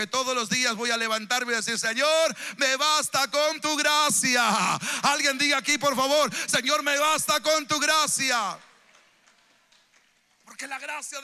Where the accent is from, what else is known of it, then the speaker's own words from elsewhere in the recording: Argentina; en Argentina nosotros sacamos pecho como argentinos.